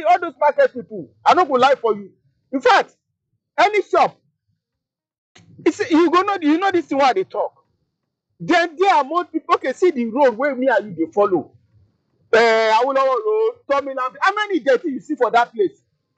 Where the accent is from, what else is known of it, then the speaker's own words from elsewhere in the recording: Nigeria; I'm part of Nigeria. I'm a Nigerian, I'm part of everybody.